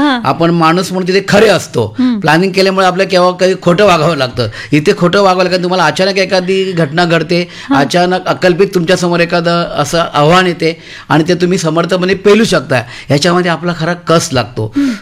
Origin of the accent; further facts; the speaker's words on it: Mumbai, Maharashtra, India; मी ज्या भागात वाढलो, लालबाग परळ, मला माझ्या काकांनी 5 वर्षात असताना मुंबईला आणलं